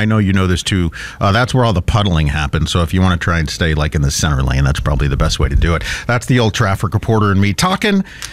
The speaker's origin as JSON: {"language": "English", "region": "Massachusetts", "country": "United States", "said": "I'm from Massachusetts. So we all come from sort of different places."}